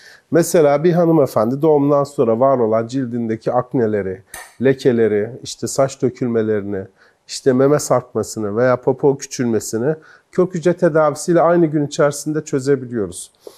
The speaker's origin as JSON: {"language": "Turkish", "region": "Gaziantep", "country": "Turkey", "tie": "born or raised there", "said": "Memleketim Gaziantep bu arada."}